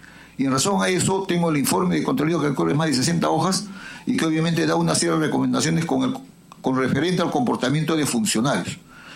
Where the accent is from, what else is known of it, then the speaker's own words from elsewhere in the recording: Peru; como peruano soy defensor de lo que el Estado tiene que defender.